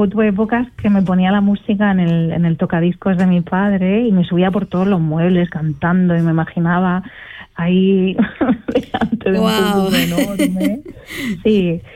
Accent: Spain; soy una madre española

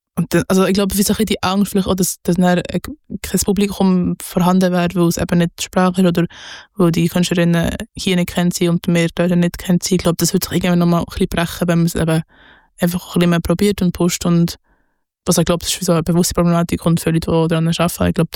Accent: Bern, Switzerland; am Anfang bin ich ja wie in Bern aufgewachsen, also eigentlich deutschsprachige Stadt. Aber auch bei der Franzschule und auch mit französischem Fernsehen, mit französischer Musik, mit französischen Büchern und all die Classics und alles aufgewachsen.

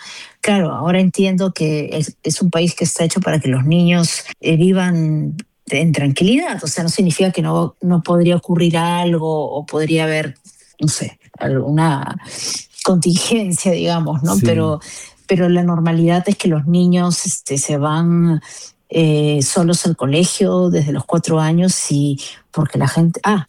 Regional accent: Peru; moved away; cuando venimos de Perú o de un país latinoamericano

